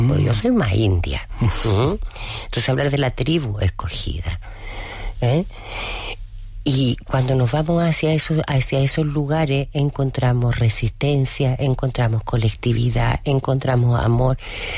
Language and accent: Spanish; Chile; porque en mi país la clase media es una caricatura, habemos chilenos ricos, hay chilenos ricos y habemos chilenos pobres.